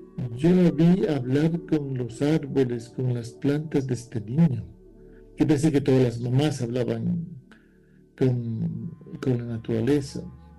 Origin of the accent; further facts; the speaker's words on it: Bolivia; Yo nací en Bolivia, crecí en un bosque junto a la montaña, en mucho silencio, mucha soledad.